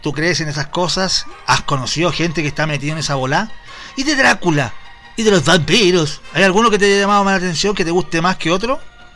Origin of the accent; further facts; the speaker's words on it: Chile; yo creo que ese dicho es solamente de acá de Chile. Estoy seguro que es solamente de acá. Como al chileno le gusta inventar. Yo creo que somos nosotros